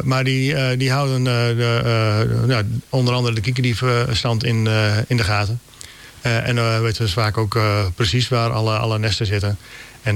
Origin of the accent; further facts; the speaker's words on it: Appingedam, Groningen, Netherlands; now in Nieuwolda, Netherlands; En ik kom van oorsprong uit Appingedam, dus daar kom ik weg. Ben op enig moment geland in Nieuwolda.